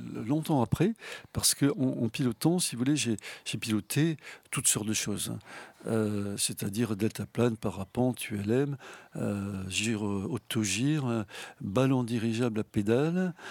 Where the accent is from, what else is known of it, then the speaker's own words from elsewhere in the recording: Toulouse, Occitanie, France; Et quand on est toulousain, on a envie de devenir pilote. C'était mon cas et c'était mon rêve.